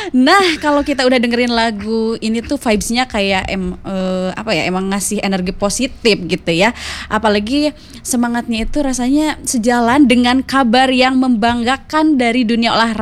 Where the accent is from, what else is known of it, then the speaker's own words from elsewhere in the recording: Bandung, West Java, Indonesia; untuk kita warga Bandung